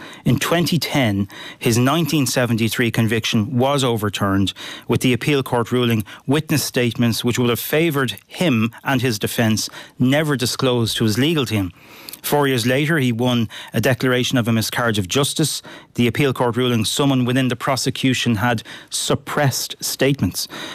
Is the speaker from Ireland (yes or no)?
yes; Dublin, Leinster, Ireland; Growing up in Tala, I heard about the case often, and I remember the disquiet locally